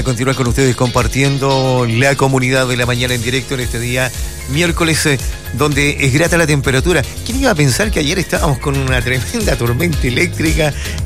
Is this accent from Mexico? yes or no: no; Chile; me considero tan chileno, quiero tanto mi país